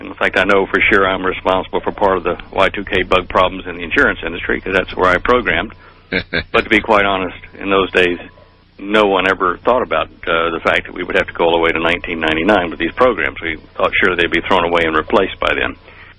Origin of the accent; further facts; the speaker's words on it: Dallas, Texas, United States; also born or lived in Clifton, Texas; I was born in the United States in Texas, in Clifton, Texas, near Valley Mills, and I moved to Dallas, lived there most of my life